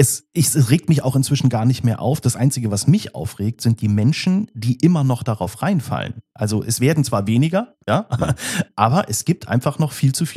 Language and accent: German; Berlin, Germany; Genau dort bin ich aufgewachsen